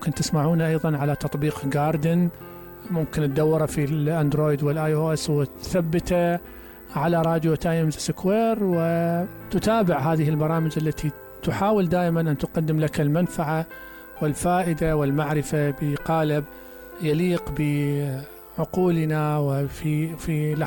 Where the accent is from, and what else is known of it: Iraq